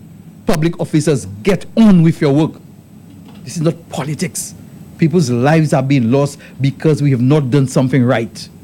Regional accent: St. Lucia; I grew up in Babylon

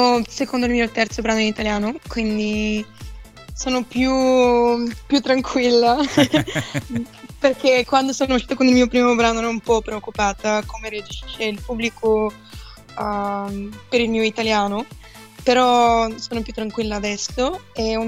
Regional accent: Bulgaria; Italian is a second language; now in Italy; Sì, perché sono bulgara e tutti sanno che ho imparato l'italiano 2 anni fa quando ho fatto X Factor, quindi sì, è stato un bel viaggio per me

